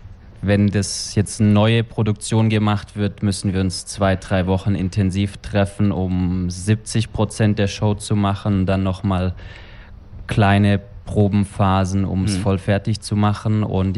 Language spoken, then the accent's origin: German; Itlingen, Baden-Württemberg, Germany; Also ich sag mal so, ich bin im Dorf aufgewachsen.